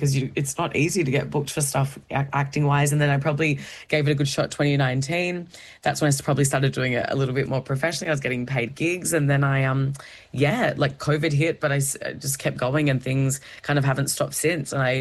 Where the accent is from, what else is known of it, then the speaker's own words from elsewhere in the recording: Perth, Western Australia, Australia; I'm from Perth, Western Australia.